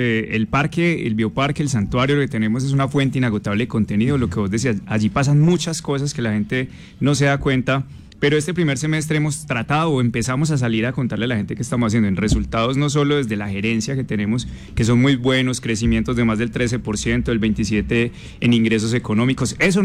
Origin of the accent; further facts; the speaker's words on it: Pereira, Risaralda, Colombia; Porque somos tan pereiranos como los animalitos que tenemos allá.